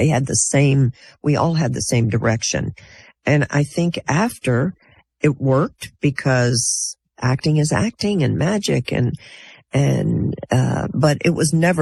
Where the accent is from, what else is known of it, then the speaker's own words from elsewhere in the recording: Texas, United States; You know, I'm from Texas. You sign a contract, you stick it through.